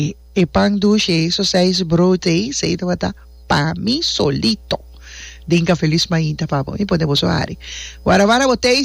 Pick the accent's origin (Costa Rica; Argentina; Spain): Costa Rica; now in Aruba; me te pones aquí especialmente para mi comadrita que te pisa, soy tica.